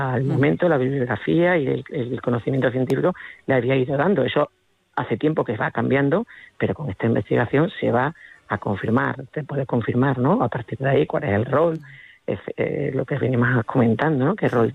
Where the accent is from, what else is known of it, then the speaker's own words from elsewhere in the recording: Extremadura, Spain; que es casi tanto o más calor que el que hace en mi tierra aquí en Extremadura